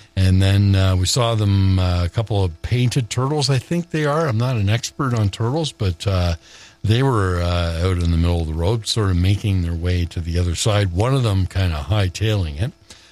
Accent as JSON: {"language": "English", "town": "Toronto", "region": "Ontario", "country": "Canada", "tie": "born or raised there", "moved": "yes", "said": "I grew up in Toronto. I'm born and raised there and spent most of my life in Toronto."}